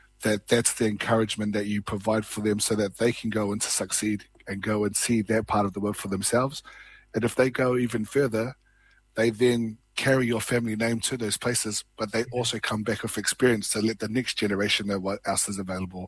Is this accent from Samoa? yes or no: yes; Samoa; also born or lived in New Zealand; We had me as a Samoan, also as a New Zealander.